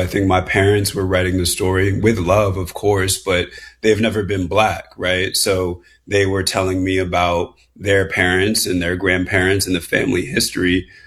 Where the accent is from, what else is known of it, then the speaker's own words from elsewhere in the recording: Harvard, Massachusetts, United States; not too far from where I grew up in Harvard, Mass. Still very affluent, still very white.